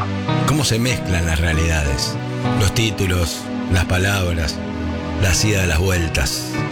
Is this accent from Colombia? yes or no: no; Argentina; Esto es lo que nos gusta a nosotros, porque somos argentinos.